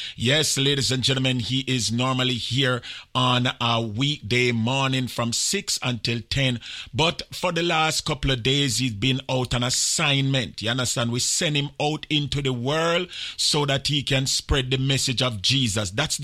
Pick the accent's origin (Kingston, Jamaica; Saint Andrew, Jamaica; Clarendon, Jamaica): Saint Andrew, Jamaica; Cherry Gardens; I am originally from up there in Cherry Gardens, so I don't really speak patois. I am from Cherry Gardens, and I don't speak patois.